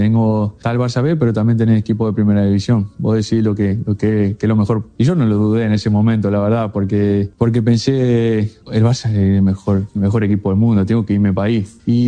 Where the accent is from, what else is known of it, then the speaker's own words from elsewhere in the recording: Rivera, Uruguay; now in Montevideo, Uruguay; Pero yo lo aprendí, cuando llegué de Rivera a Montevideo me había costado un poco más.